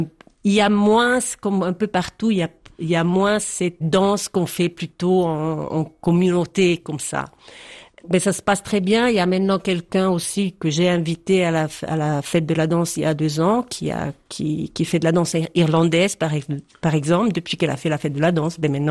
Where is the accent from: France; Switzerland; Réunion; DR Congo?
Switzerland; Poschiavo, Graubünden; also born or lived in Geneva; Quand j'étais à Genève et puis on me demandait, et je disais je suis du Val Poschiavo, vous disiez ah waouh, chouette, les montagnes, etc.